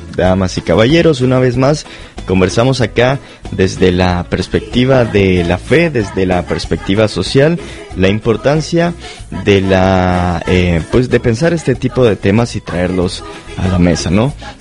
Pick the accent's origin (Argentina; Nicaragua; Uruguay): Nicaragua; now in Washington metropolitan area, United States; En lo particular, soy de Nicaragua